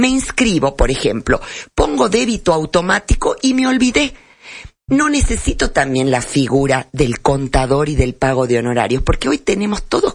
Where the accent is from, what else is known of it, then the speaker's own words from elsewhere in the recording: Salta, Argentina; cuando yo pongo el domicilio, que soy salteña, Salta Capital, inmediatamente me inscribe en el régimen provincial.